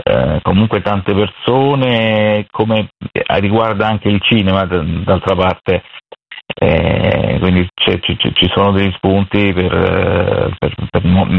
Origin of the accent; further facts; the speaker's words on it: Rome, Lazio, Italy; Sì, io sono di Roma, però diciamo che da piccolo ho sempre passato le mie estati a Celleno.